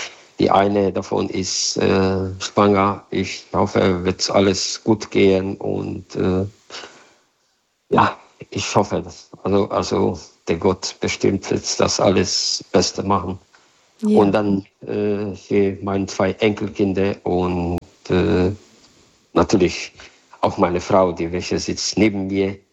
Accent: Silesian Voivodeship, Poland; German is a second language; now in Hagen, Germany; aus Schlesien nach Deutschland gekommen und seit 1995 sind wir in Deutschland.

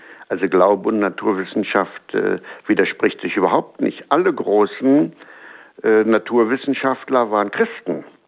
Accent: Herzfelde, Brandenburg, Germany; Also wir hatten eine, bei uns in Herzfelde, wir hatten einen ganz guten Priester, der hat mich immer erinnert an den Pfarrer von Ars, ganz arm, ganz demütig, ganz fromm.

